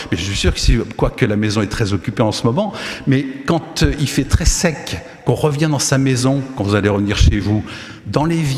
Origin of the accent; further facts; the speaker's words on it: Nantes, Pays de la Loire, France; Moi, je suis Nantais d'origine. Tous les Nantais sortent dans la rue quand il pleut parce que ça fait du bien.